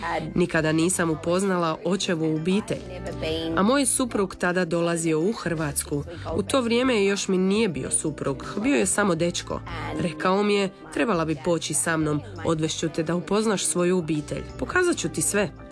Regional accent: Perth, Western Australia, Australia; born or raised there; now in Podgora, Croatia

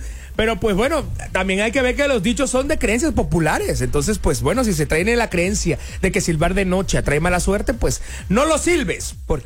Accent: Alvarado, Veracruz, Mexico; moved away

